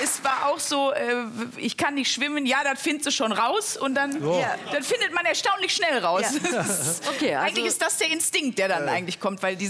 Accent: North Rhine-Westphalia, Germany; Also ich muss sagen, ich bin ja aus dem Ruhrgebiet und meine Großmutter ist auch aus dem Ruhrgebiet.

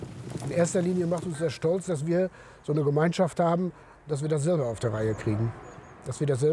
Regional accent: Melln, Germany; ich komme ja aus dem Dorf

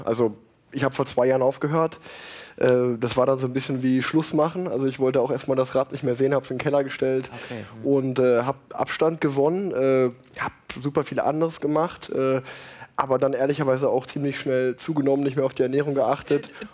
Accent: Unna, North Rhine-Westphalia, Germany; born or raised there

